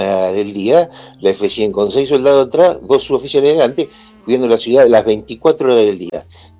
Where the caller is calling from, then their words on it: Mar del Plata, Buenos Aires Province, Argentina; Buen día, señor Jorge. … de Mar del Plata.